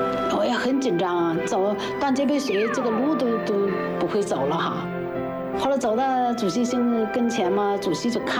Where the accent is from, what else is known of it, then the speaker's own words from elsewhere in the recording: Penglai, Shandong, China; moved away; 我山东蓬莱人。